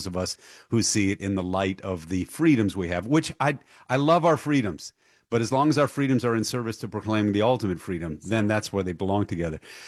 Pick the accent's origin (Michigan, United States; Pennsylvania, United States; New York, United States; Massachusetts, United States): Michigan, United States; Dearborn; my hometown is Dearborn, Michigan.